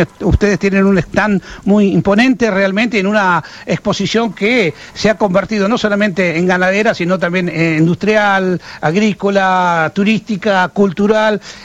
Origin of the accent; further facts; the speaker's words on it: San Carlos de Bolívar, Buenos Aires Province, Argentina; moved away; Yo cuando vivía en Bolívar, en mi ciudad natal, y que era adolescente